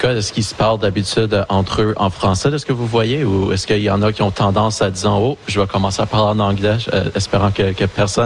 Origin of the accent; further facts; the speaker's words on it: Ottawa, Ontario, Canada; moved away; je viens de l'Ontario, je viens d'Ottawa, puis j'étais à une école francophone